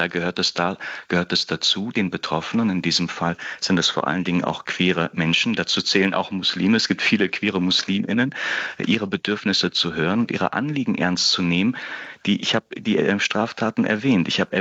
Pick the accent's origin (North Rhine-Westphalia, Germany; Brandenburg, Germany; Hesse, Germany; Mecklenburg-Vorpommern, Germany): Hesse, Germany; born there; moved away as an adult; now in Berlin, Germany; Ich bin gebürtiger Hesse und lebe seit mehreren Jahren in Berlin, habe hier studiert